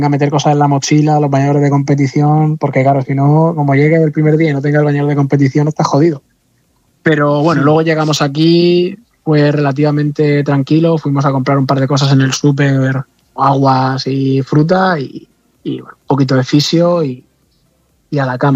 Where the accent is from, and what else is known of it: Region of Murcia, Spain